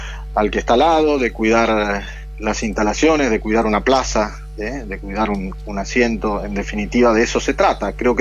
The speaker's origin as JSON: {"language": "Spanish", "country": "Argentina"}